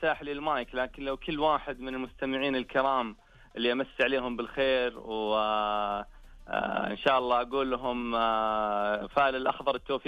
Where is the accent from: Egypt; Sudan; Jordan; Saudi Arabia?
Saudi Arabia; now in Riyadh, Saudi Arabia; هذه هي ديرتنا فعلا.